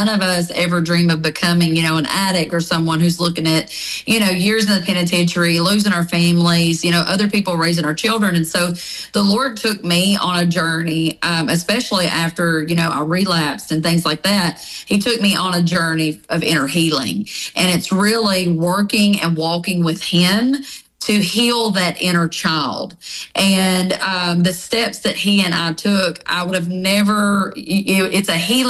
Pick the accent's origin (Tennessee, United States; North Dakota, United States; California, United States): Tennessee, United States; now in Scottsville, United States; So I'm originally from Tennessee, but I have been in Kentucky the last 19 years. I came to Kentucky whenever I was actually arrested.